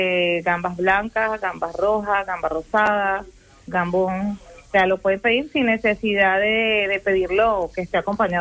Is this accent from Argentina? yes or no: no; Venezuela; now in Asturias, Spain; a pesar de que mi carta es muy al estilo de acá de Asturias, por el tema de ser yo venezolana